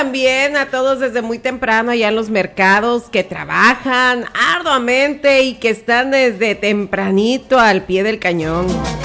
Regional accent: Mexico; Soy mexicana

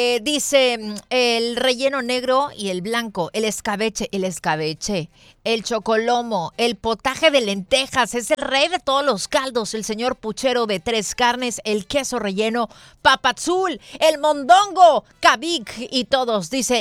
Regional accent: Mexico City, Mexico; A ver, pero yo soy de Ciudad de México y yo sí le pongo el limoncito a la cochinita, lo siento.

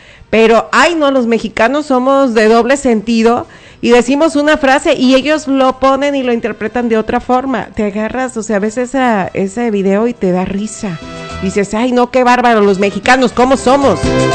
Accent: Mexico; Siempre somos ese mexicano que damos ese abrazo fuerte, ese apapacho, porque se da ese abrazo con el alma y con mucho cariño.

